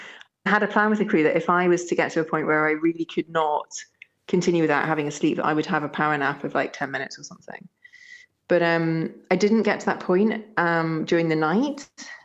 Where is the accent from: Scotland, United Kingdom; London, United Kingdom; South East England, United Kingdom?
Scotland, United Kingdom; being Scottish